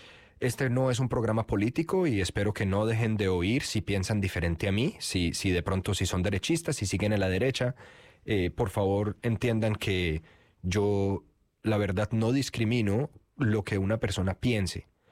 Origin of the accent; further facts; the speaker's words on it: Colombia; yo soy colombiano, obviamente algunas personas que son buenas con el acento me oirán